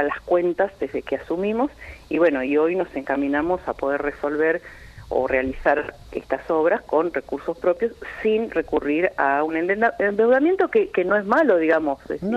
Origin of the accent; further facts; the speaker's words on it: Patagonia, Argentina; nosotros, los que somos de la Patagonia